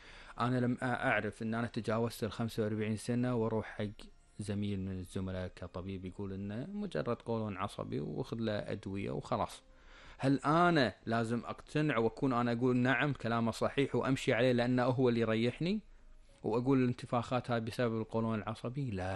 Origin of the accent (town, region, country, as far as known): Kuwait